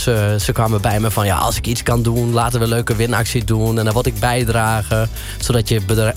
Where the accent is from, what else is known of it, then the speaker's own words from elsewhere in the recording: Drenthe, Netherlands; Ik kom natuurlijk uit Drenthe weg voor de mensen die me niet kennen.